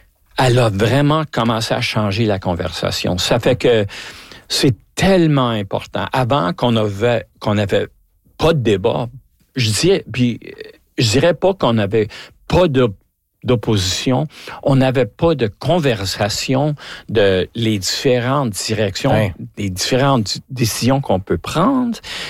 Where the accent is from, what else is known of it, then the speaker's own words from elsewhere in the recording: Calgary, Alberta, Canada; moved away as an adult; now in Winnipeg, Canada; Moi, je viens de Calgary. J'étais élu à Calgary.